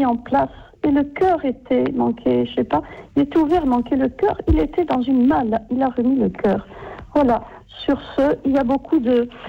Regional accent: Corsica, France

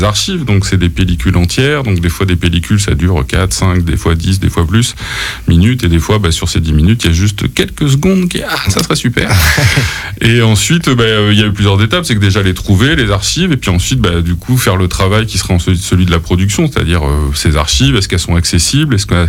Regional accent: Venansault, Pays de la Loire, France; now in Poitiers, France; Alors moi j'habite à Poitiers, mais en fait je suis originaire d'une commune à côté de La Roche-sur-Yon qui s'appelle Venanceau.

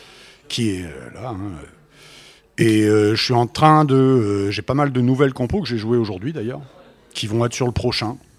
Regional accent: Aix-en-Provence, Provence-Alpes-Côte d'Azur, France; now in Quercy, France; je suis originaire d'Aix-en-Provence

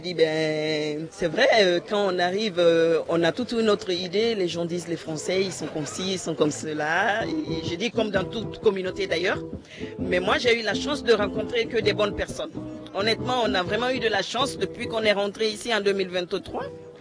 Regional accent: Guinea; now in France; De la Guinée. Guinée qu'on a crié, les gens le disent, bien sûr.

